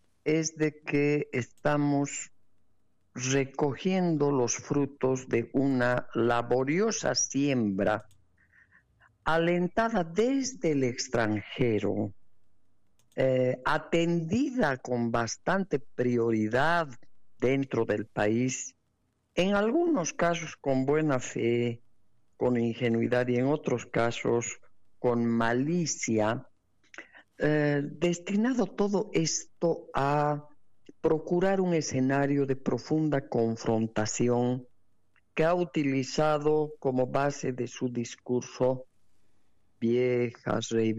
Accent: Bolivia; profundamente preocupada por la situación, como todo boliviano responsable, ciudadano comprometido con sus propios intereses

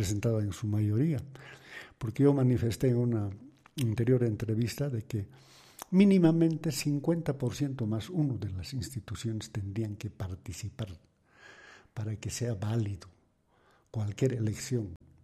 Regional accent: Bolivia; me considero un bartolino de esos que no hay por qué. Somos aquí en Bolivia somos indios, taras y somos de todo, pues.

